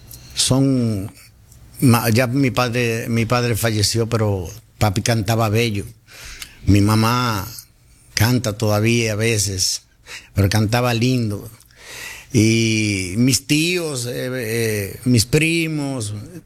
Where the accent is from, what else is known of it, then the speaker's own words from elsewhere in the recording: San José de las Matas, Santiago, Dominican Republic; Yo nací en la Clínica Corominas de Santiago, pero yo me crié, soy de San José de las Matas. Mis padres, pues, vivían allí, vivimos todavía. Soy cibaeño de pura cepa.